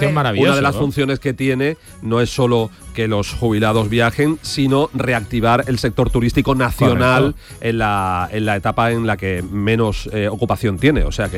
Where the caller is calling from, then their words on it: Algeciras, Andalusia, Spain; de Algeciras.